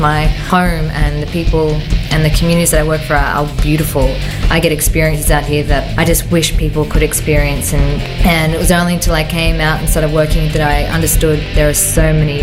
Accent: Tamworth, New South Wales, Australia; born there; also born or lived in Sydney; now in Tennant Creek, Australia; I was born in Tamworth in New South Wales. I'm now living in Tennant Creek.

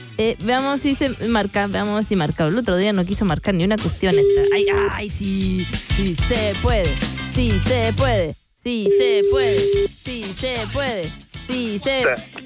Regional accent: Santiago, Santiago Metropolitan, Chile; se lo pegamos los santiaguinos

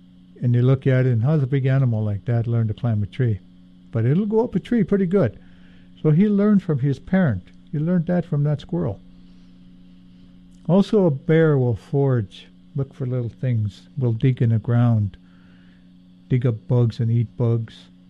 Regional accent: Hoonah, Alaska, United States; also born or lived in Juneau; I was born in Juneau, Alaska, and raised in Hoonah pretty much of my school days.

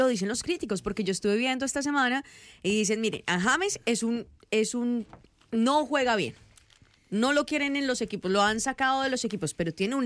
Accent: Colombia; yo soy de Colombia

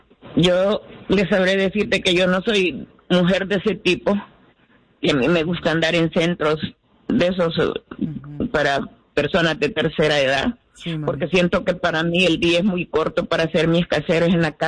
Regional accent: El Salvador; moved away; Yo me vine buscando los dólares. Yo me vine por la guerra que había en El Salvador.

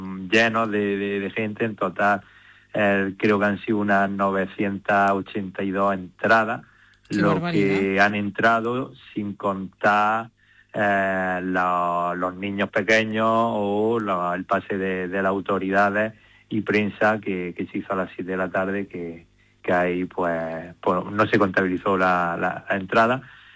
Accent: Anta, Spain; todos somos del municipio de Anta

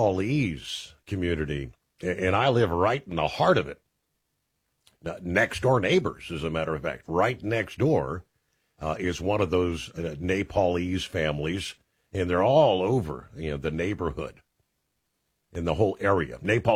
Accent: Cincinnati, Ohio, United States; I think I've mentioned several times that my hometown, Cincinnati, is...

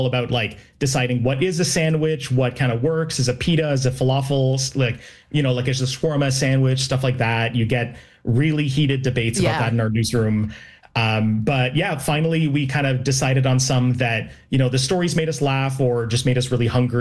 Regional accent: Toronto, Ontario, Canada; I'm from Toronto

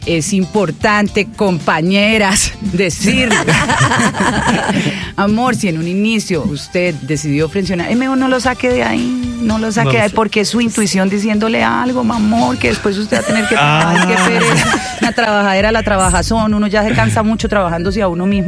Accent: Cali, Valle del Cauca, Colombia; born there; also born or lived in Bucaramanga / Cartagena; now in Medellín, Colombia; yo soy caleña. Criada entre Cali y Bucaramanga, con abuelos por ambas partes de Río Negro, Antioquia.

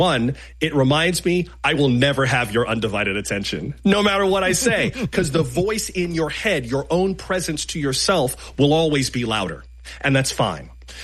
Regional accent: Florida, United States; I grew up in South Florida, so I know from this.

